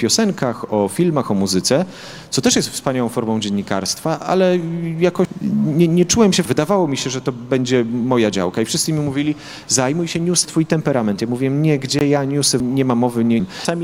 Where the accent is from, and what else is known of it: Podlaskie Voivodeship, Poland